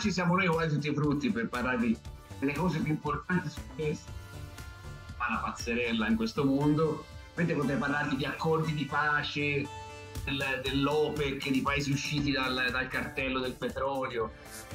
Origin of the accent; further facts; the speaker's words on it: Tuscany, Italy; noi veniamo da Toscana